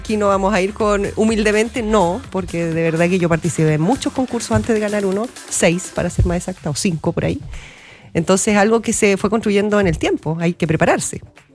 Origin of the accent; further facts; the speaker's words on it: Chiloé, Los Lagos, Chile; Árabe, de repente. Depende, a veces soy media española. También soy chilota.